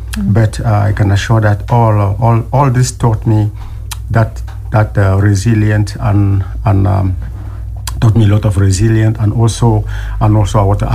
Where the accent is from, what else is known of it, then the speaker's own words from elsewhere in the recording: Cameroon; moved away as an adult; also born or lived in Waterford / Cork; now in Ireland; I was born in Cameroon, and life there was tough, and opportunities were limited.